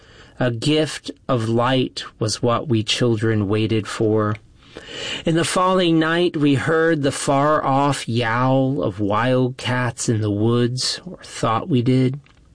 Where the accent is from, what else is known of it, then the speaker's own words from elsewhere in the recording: Chandler, Oklahoma, United States; For Poets on the Plains … from Chandler, Oklahoma.